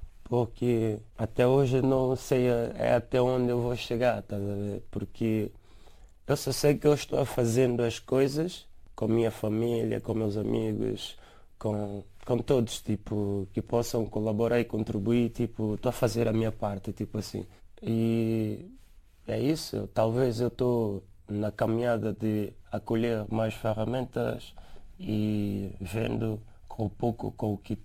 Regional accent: São Tomé & Príncipe; moved away as an adult; now in Portugal; eu sou de São Tomé e Príncipe, estou em Portugal a viver há 3 anos.

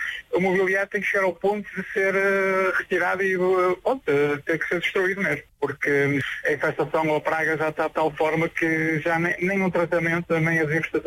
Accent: Vila Nova de Gaia, Porto, Portugal; Eu, Vila Nova de Gaia, Canelas.

